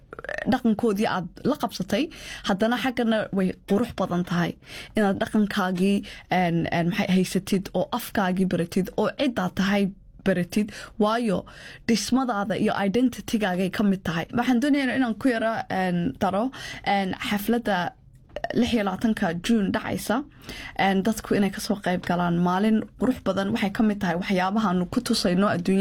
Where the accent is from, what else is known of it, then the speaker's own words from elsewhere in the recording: London, United Kingdom; waxaan ku koray Tower Hamlets waxa ka buuxa dad Bangladesh ka yimi marka wayna arkanaan muslim nahay